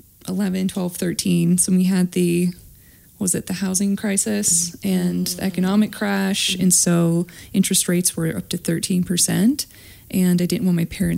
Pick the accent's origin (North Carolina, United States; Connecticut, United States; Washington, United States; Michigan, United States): Washington, United States; Mead; now in Cheney, United States; I grew up in Mead, but I mean, I've lived everywhere, though, in Spokane County. So the Valley, Browns Addition, South Hill, Cheney, yeah, where I currently reside.